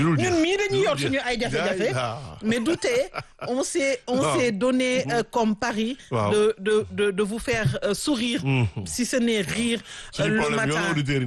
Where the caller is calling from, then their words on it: Senegal; En tant que Sénégalais lambda, Sénégalaise